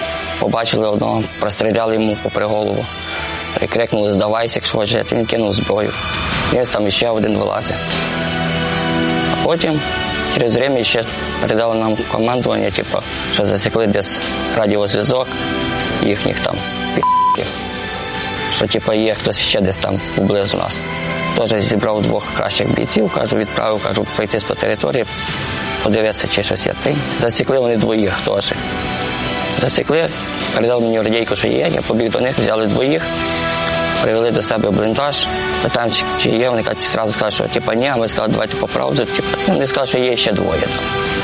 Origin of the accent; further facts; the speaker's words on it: Zastavna, Chernivtsi Oblast, Ukraine; Сам з Чернівецької області, місто Заставна.